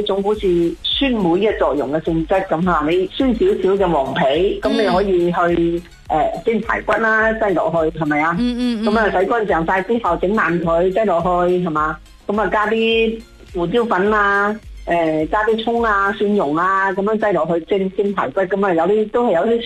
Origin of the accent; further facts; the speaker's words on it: Guangdong, China; 我哋广东人好中意煲汤啊